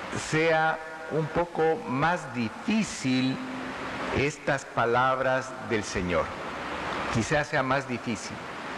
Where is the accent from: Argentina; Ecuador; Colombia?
Ecuador; Ese 80% de los ecuatorianos estamos viviendo la palabra